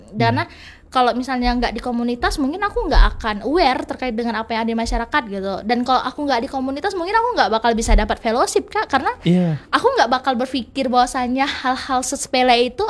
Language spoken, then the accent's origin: Indonesian; West Kalimantan, Indonesia; born or raised there